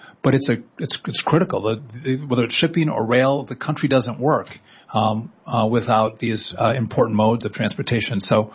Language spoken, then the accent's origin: English; Wisconsin, United States; also born or lived in Ashland, Wisconsin; I'm from Wisconsin, and I lived actually in Ashland, Wisconsin, where I was the prosecutor there.